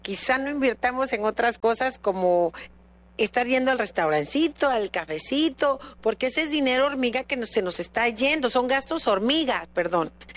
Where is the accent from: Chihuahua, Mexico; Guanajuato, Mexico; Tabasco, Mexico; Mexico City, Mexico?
Tabasco, Mexico; muchas mujeres tabasqueñas y hombres tabasqueños vamos